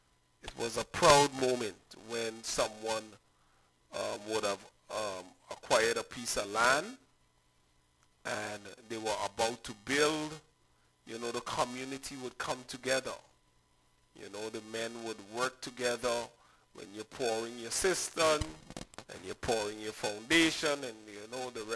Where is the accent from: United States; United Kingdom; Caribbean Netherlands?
Caribbean Netherlands; Sint Eustatius; also born or lived in Curaçao; growing up on St. Eustatius as a boy.